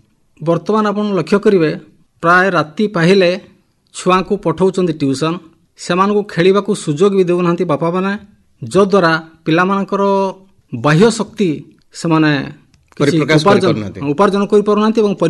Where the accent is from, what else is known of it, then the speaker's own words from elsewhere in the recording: Sahadapur, Odisha, India; born there; ମୋର ଜନ୍ମ ସାହାଡ଼ପୁର ଗ୍ରାମରେ।